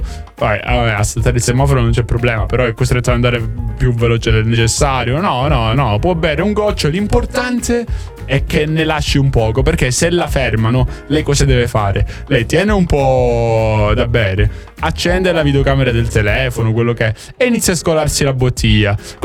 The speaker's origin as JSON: {"language": "Italian", "town": "Rome", "region": "Lazio", "country": "Italy", "said": "E io sono di Roma"}